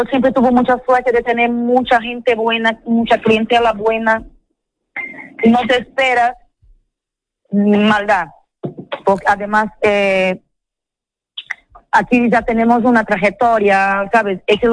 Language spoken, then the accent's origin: Spanish; São Luís, Maranhão, Brazil; born or raised there; now in Spain